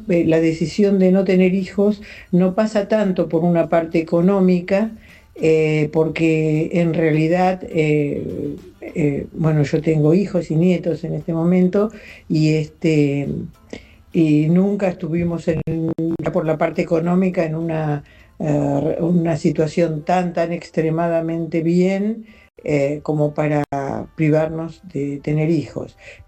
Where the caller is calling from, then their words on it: Buenos Aires, Argentina; de Villaluro